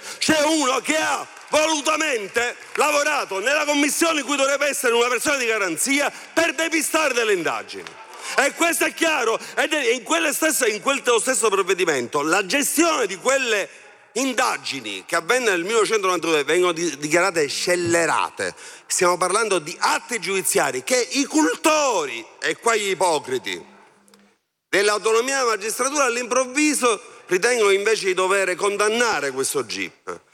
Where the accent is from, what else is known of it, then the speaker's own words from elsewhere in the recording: Palermo, Sicily, Italy; personalmente io conosco da palermitano